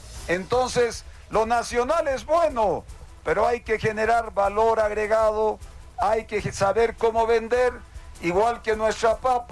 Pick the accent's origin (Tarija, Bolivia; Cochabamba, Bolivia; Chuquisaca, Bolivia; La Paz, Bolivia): Tarija, Bolivia; Yo, por ejemplo, decía, soy de Tarija, pero ahora soy de Palcococo, si quiero, pues. Los bolivianos somos de todas partes de la patria.